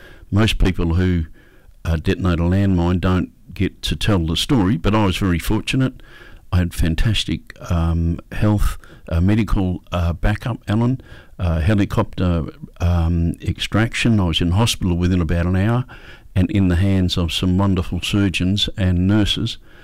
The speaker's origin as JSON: {"language": "English", "town": "Perth", "region": "Western Australia", "country": "Australia", "tie": "born or raised there", "also_born_or_lived": "Kalgoorlie / Mount Ida", "said": "So we moved to a war service place in Innaloo. And I grew up around there. Fantastic area to grow up."}